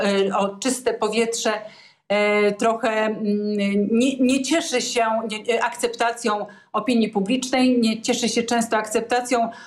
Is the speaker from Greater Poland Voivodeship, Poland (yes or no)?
yes; Poznań, Greater Poland Voivodeship, Poland; ja akurat jestem z Poznania